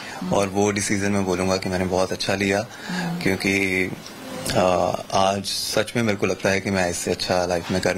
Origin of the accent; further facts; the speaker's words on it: Firozpur, Punjab, India; मैं फिरोजपुर से बिलोंग करता हूँ, मेरा स्कूलिंग फिरोजपुर से ही है।